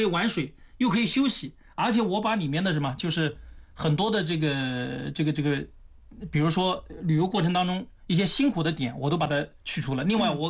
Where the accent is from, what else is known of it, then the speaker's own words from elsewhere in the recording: Anhui, China; 我们安徽人